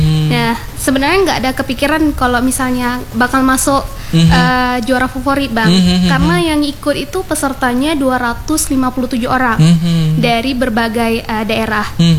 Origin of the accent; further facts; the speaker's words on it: Meulaboh, Aceh, Indonesia; Asli Molabo kak, asli Molabo di Blang Merandang 1 kebetulan.